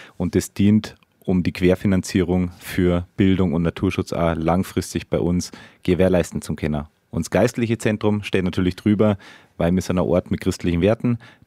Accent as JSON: {"language": "German", "town": "Erding", "region": "Bavaria", "country": "Germany", "also_born_or_lived": "Benediktbeuern", "said": "ich komme eigentlich aus Erding, aber bin als junger Mensch mit Flausen im Kopf nach Benediktbeuern gekommen"}